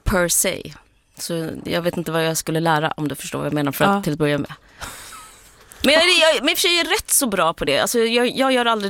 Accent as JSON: {"language": "Swedish", "country": "Sweden", "said": "jag är otroligt svensk."}